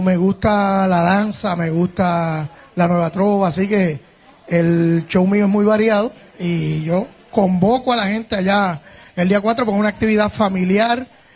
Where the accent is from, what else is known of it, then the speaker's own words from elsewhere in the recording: Barranquitas, Puerto Rico; Y yo soy de Barranquitas.